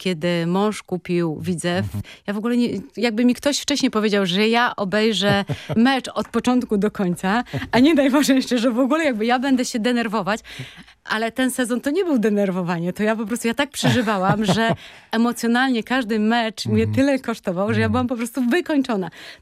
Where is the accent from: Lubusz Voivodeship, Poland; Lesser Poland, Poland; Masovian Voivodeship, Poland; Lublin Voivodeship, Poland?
Masovian Voivodeship, Poland; Warsaw; moved away; wychowałam się na Brudnie